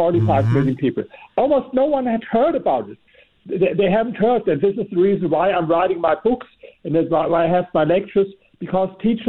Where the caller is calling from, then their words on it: Berlin, Germany; I'm calling here from Berlin, and we have more than 105 Fahrenheit here.